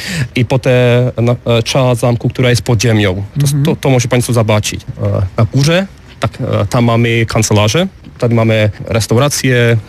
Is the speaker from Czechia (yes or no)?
yes; Czechia; Polish is a second language; now in Moravia, Czechia; Tak, jestem Czechem, tak. Żyję tutaj w Morawach.